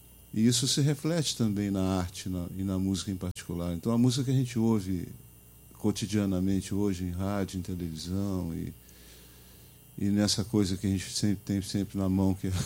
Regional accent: Varginha, Minas Gerais, Brazil; born there; moved away; um pai nordestino, uma mãe carioca, e eu fui nascer em Varginha, no sul de Minas.

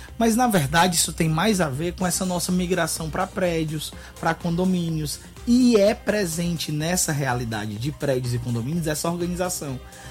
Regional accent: Barbalha, Ceará, Brazil; Eu sou de Barbalha, sou do Cariri, mas eu já perdi o D e o T faz tempo.

